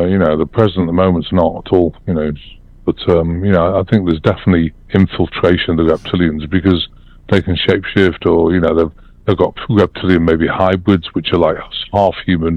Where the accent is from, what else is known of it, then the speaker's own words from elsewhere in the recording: United Kingdom; accent: British; now in United States; Well, actually, I'm American. I became a citizen in 2017, but I've still got a British accent